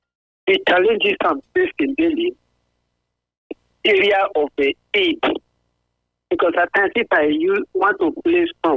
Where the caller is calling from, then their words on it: Benin City, Edo, Nigeria; I'm calling from Benin City, Nansabo Street, close to Universal Bus Stop.